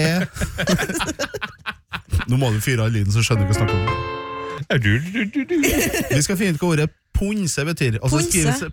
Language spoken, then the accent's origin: Norwegian; Trøndelag, Norway; accent: Trøndersk; Jeg sier punni, sier jeg på trøndersk.